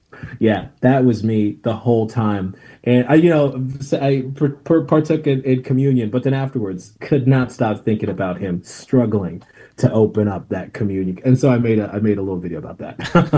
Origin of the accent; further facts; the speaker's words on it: Tanzania; I'm from Tanzania, East Africa